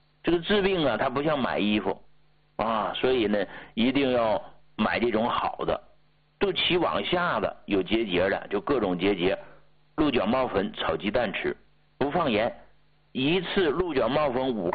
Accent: Hegang, Heilongjiang, China; now in Beijing, China; 你像我老家鹤岗那房子

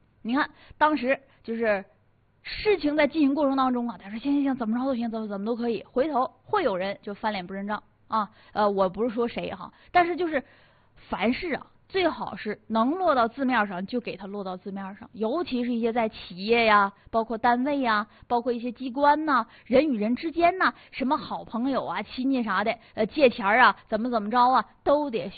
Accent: Northeast China, China

